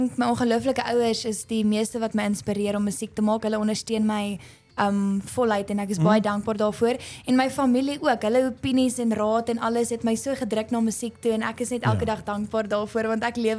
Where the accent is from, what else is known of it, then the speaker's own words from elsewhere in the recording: Alberton, Gauteng, South Africa; born there; moved away as an adult; now in Pretoria, South Africa; ek is in Alberton gebore en ons het in 2019 Pretoria toe getrek, maar ek is mal oor Pretoria. Pretoria is so mooi, maar ek is van Alberton af, ja.